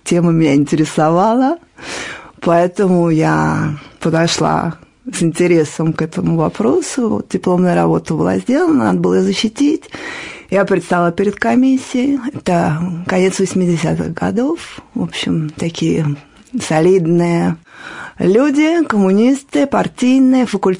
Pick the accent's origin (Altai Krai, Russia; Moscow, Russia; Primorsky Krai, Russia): Moscow, Russia; moved away; also born or lived in Spain; Я родилась в Москве. В семье университетских работников, преподавателей.